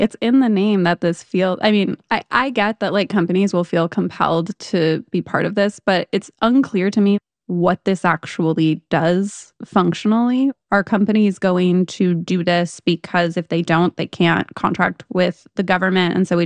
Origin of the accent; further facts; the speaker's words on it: California, United States; because I'm from California and it's just very close to me.